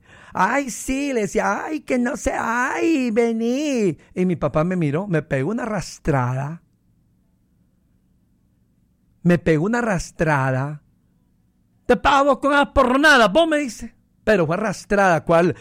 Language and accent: Spanish; Honduras; born there; mi nana es hondureña y para los que les gusta señalar, nací aquí, en Honduras. Soy catracho, de tatamuco.